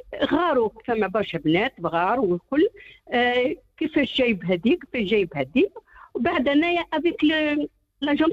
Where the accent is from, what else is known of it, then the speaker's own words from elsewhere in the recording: Gafsa, Gafsa Governorate, Tunisia; now in Montreal, Canada; قفصة بلادي أرض جدادي